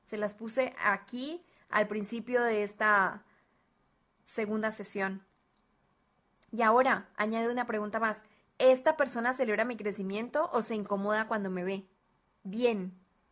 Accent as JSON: {"language": "Spanish", "country": "Colombia", "lives_now": "Guadalajara, Mexico", "said": "colombiana viviendo en Guadalajara, México"}